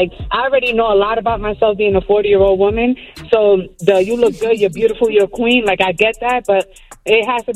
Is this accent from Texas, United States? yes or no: no; New York, United States; now in Bloomfield, New Jersey, United States; I'm from Jersey, but originally from Spanish Harlem.